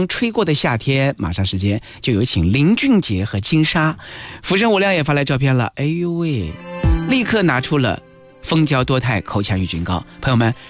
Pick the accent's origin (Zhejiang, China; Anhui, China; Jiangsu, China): Jiangsu, China; Nanjing; 我们南京人